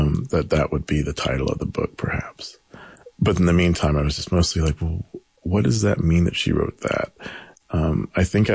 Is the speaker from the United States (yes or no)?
yes; Georgia, United States; my hometown was the antebellum and Confederate capital of Georgia